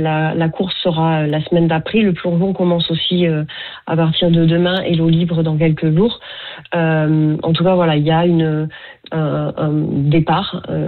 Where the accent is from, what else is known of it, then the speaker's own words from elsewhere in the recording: France; Donc on est chez nous en France.